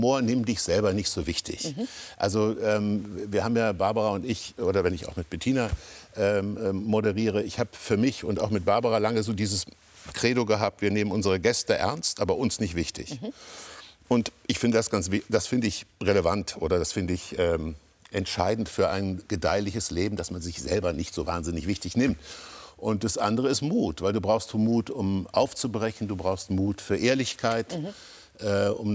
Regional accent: Kassel, Hesse, Germany; moved away; ich komme aus Kassel, das war eine tolle Mutter, ein furchtbarer Vater, es war eine kleine Wohnung

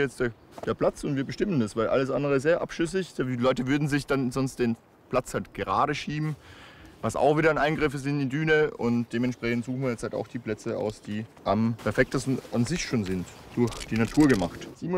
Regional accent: Austria; moved away; diese FKK-Kultur, die ja für mich komplett fremd war als Österreicher

